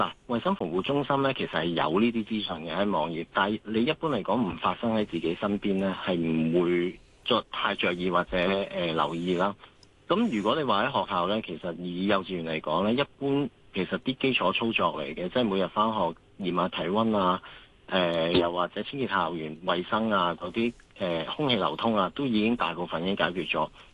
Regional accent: Hong Kong; 我哋港人

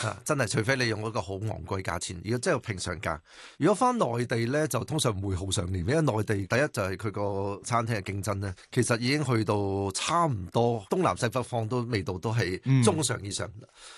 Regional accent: Hong Kong

